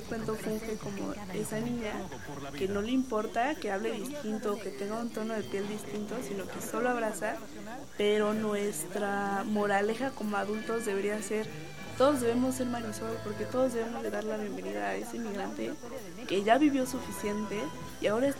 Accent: Querétaro, Mexico; born there; O sea, yo nací aquí en Querétaro, pero pues mis papás sí son migrantes, digamos, internos.

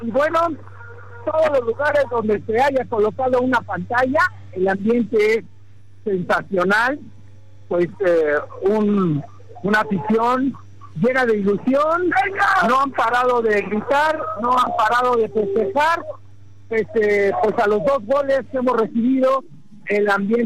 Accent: Mexico; hicimos un buen mundial aquí en nuestro país, y sobre todo le enseñamos al mundo lo cálidos que somos los mexicanos.

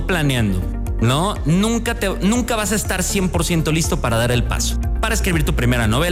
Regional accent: Mexico; entretenimiento y lo cumple perfectamente, más a nosotros siendo mexicanos.

